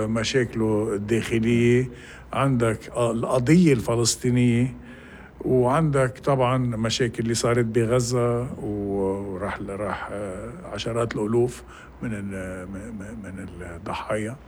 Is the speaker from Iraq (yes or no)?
no; Lebanon; نحن كلبنانيين